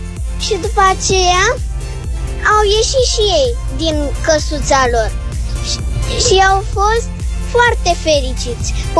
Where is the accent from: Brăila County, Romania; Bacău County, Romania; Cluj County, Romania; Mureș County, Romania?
Brăila County, Romania; Brăila; am 9 ani și sunt din Brăila